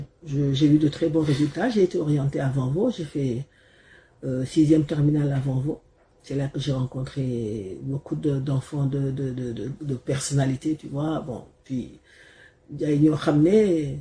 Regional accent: Dakar, Senegal; moi j'ai grandi à la SICAP

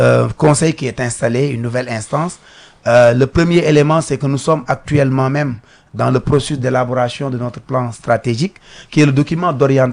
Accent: Senegal; nous sommes Sénégalais

